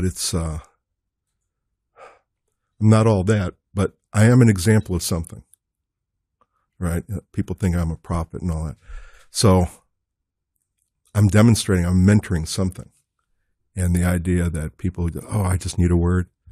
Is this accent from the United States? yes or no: yes; New Jersey, United States